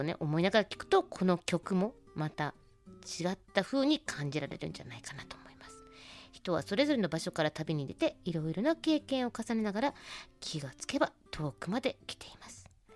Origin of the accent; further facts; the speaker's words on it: Tohoku, Japan; あっちの西日本ってあんまり私やっぱり東北出身なのもので、